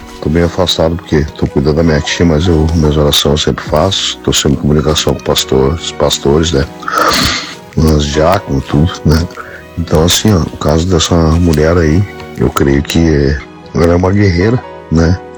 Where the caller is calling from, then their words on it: Cruz Alta, Rio Grande do Sul, Brazil; sou aqui de Cruz Alta, sou agente terapêutico e segurança privada e também sou membro da igreja, né?